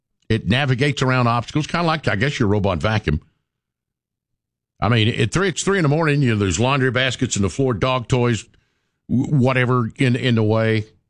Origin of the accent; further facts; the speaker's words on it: Sevierville, Tennessee, United States; that's when I first discovered, growing up in Sevierville, that's when it's the first time we ever went to Frank Allen's Market.